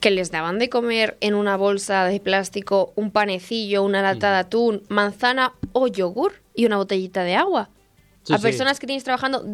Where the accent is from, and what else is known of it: Spain